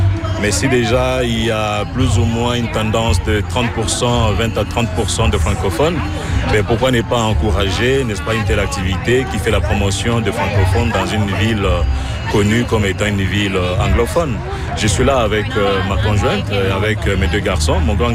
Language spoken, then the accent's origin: French; Kinshasa, DR Congo; now in Sudbury, Canada; Oui, je suis du Congo, Kinshasa.